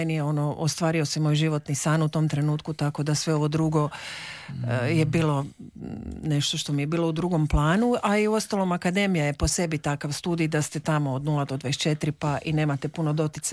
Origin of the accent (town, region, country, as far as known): Rijeka, Primorje-Gorski Kotar County, Croatia; moved away as an adult; also born or lived in Sarajevo